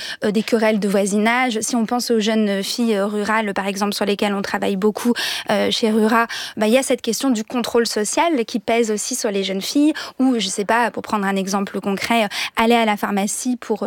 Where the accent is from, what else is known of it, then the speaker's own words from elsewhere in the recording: Auvergne-Rhône-Alpes, France; born there; moved away; moi, c'était un peu ce que je ressentais dans l'Allier, c'est-à-dire effectivement les haies du bocage bourbonnais